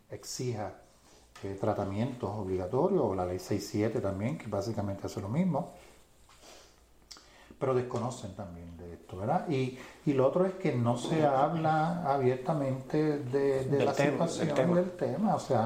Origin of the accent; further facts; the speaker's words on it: Puerto Rico; nosotros somos boricuas